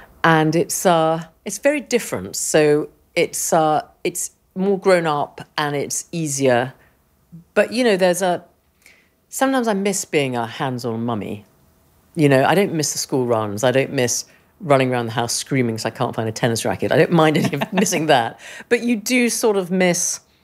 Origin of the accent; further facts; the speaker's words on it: England, United Kingdom; because I'm English